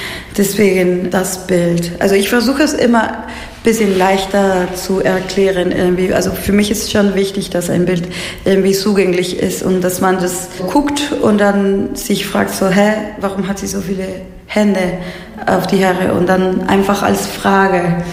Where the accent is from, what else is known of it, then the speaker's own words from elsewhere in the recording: Peru; ich komme aus Peru und ich gehe oft hin